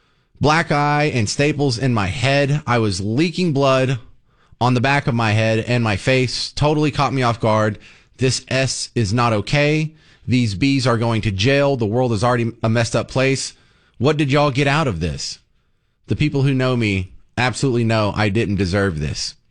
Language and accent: English; Texas, United States; Out in East Texas, you know, I'm from Bug Tussle. This is my part of the world. You know, I refer to my hometown as Bug Tussle.